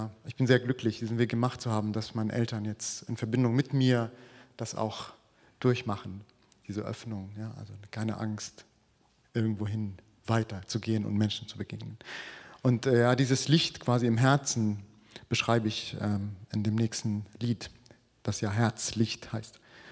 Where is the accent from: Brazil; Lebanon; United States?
Lebanon; Byblos, Keserwan-Jbeil; Ich bin, ich bin im Libanon aufgewachsen und da war unser Radius, also unser Bewegungsradius sehr, sehr klein. Es ist ein kleines Land, aber unser Radius war noch kleiner als das Land. Und in Byblos oder Jbeil bin ich geboren, das ist eine Stadt am Mittelmeer.